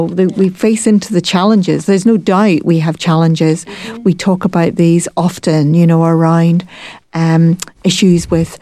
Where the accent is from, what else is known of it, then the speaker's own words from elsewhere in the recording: Ireland; moved away; sometimes I'm Irish, but I'm also new to coming back to Ireland after, a long time.